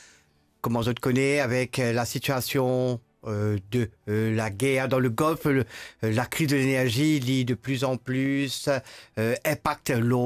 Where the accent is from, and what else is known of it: Rodrigues, Mauritius